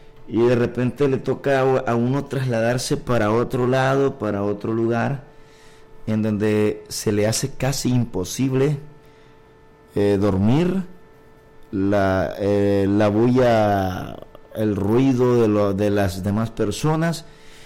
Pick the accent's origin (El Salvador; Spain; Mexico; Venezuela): El Salvador; que yo soy de acá de El Salvador, pero también alquilo, mi cuarto